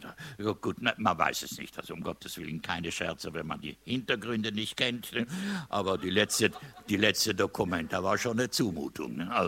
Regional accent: Trentino-Alto Adige, Italy; now in Rhineland, Germany; das sind wir Südtiroler, auch nicht weit weg davon. Also hier bin ich seit 59 Jahren, also nicht hier direkt, sondern im Rheinland, und gelte als Rheinländer.

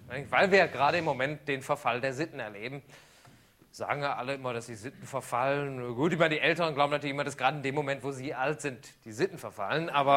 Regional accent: Düsseldorf, North Rhine-Westphalia, Germany; Ich komme ja aus Düsseldorf und. Habe ich schon schlimmer erlebt hier. Und Düsseldorf ist ja irgendwie so ein bisschen so die schicke Stadt, hält sich zumindest so dafür.

